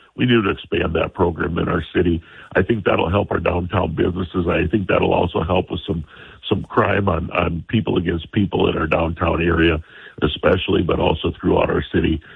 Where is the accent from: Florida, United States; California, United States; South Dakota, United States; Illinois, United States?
South Dakota, United States; Sioux Falls; The main differences between Christine and I is I'm from Sioux Falls and I'm for Sioux Falls.